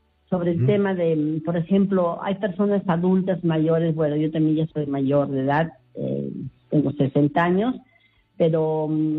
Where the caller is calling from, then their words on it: Trujillo, La Libertad, Peru; de Trujillo.